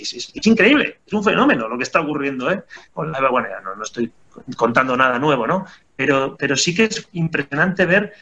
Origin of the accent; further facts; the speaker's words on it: Aínsa, Aragon, Spain; los socios fundadores somos todos de AINSA